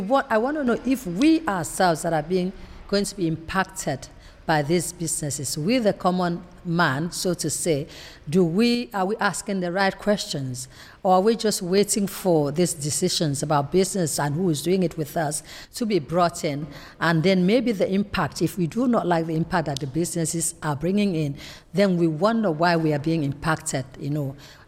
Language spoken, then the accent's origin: English; Nigeria; we even say Nigeria because I'm Nigerian.